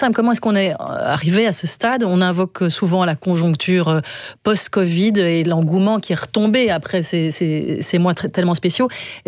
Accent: Belgium

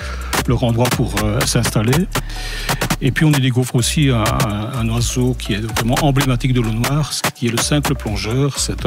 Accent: Gonrieux, Wallonia, Belgium; mon village natal, Gonrieux

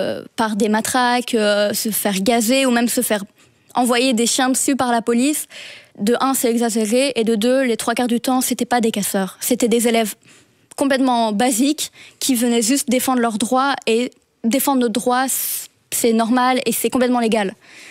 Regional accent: Liège, Wallonia, Belgium; notamment à Liège, parce que je suis liégeoise

